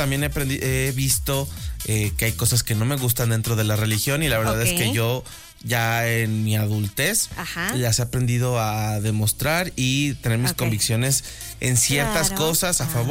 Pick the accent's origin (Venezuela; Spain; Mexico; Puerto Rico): Mexico; Mexico City; Yo nací en la Ciudad de México, mi niñez. Uh-huh. Y parte de mi adolescencia fue allá.